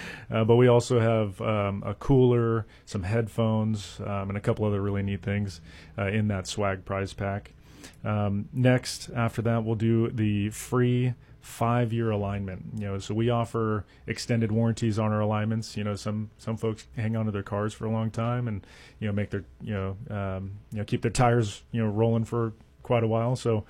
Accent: Roseville, California, United States; Well, I'm from Roseville. I live out there with my wife and two kids.

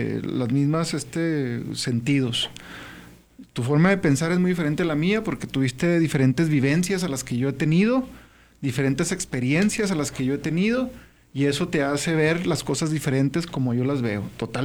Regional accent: Mexico

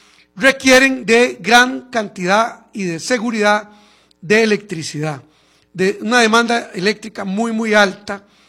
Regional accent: Costa Rica; ¿será que nosotros podemos entrar ahí como costarricenses?

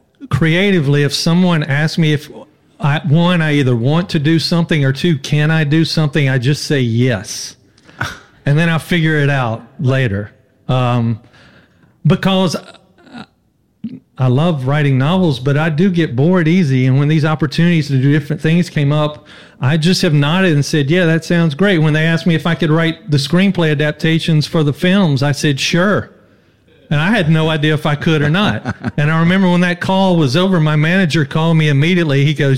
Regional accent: Mississippi, United States; accent: drawl; moved away; also born or lived in France

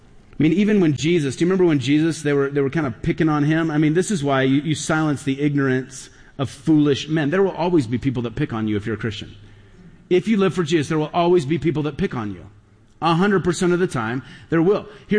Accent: United States

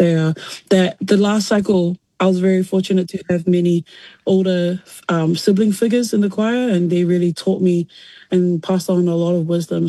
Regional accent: Auckland, New Zealand; just being around my Samoan people. So I think growing up in South Auckland has really helped me, especially the way that I view the world. Coming from small little Otara

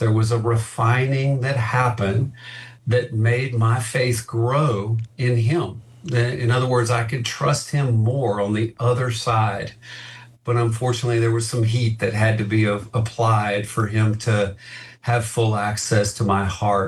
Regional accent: Louisiana, United States; I grew up in South Louisiana, where we do not stand and face hurricanes.

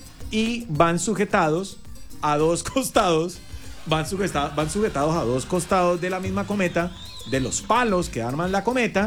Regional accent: Rivera, Huila, Colombia; moved away; Cuando yo vivía en mi pueblo en Rivera, por el sector de mi casa, para los oyentes de Rivera, sí. Yo soy del barrio Julián Fierro.

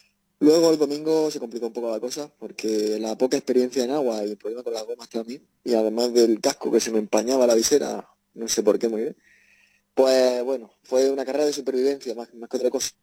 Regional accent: Beas de Segura, Andalusia, Spain; del ayuntamiento de mi pueblo, de Beas de Segura

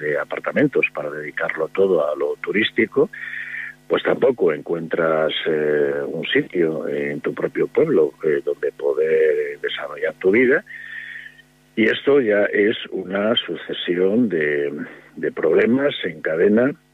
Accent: Spain

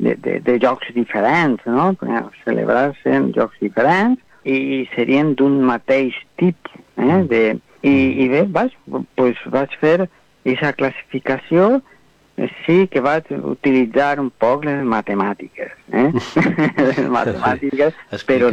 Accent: Villena, Valencian Community, Spain; born there; Villena, que és el meu poble

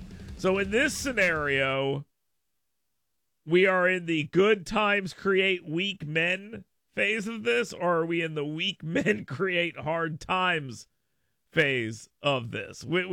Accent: Florida, United States; moved away; I grew up in Florida, right?

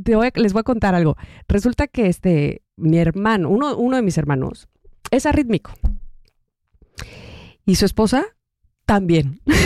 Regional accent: Mexico

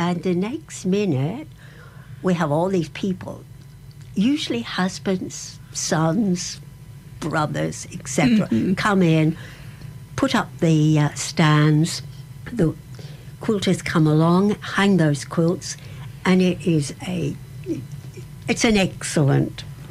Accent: Neutral Bay, New South Wales, Australia; I come from Neutral Bay.

